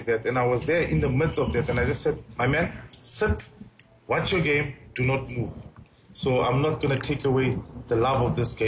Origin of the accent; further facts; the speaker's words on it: Orlando West, Gauteng, South Africa; My father is Tsonga, mm-hmm. and I grew up in Orlando West. Then we moved to Annadel, and I've got a Tswana wife, a beautiful Tswana wife.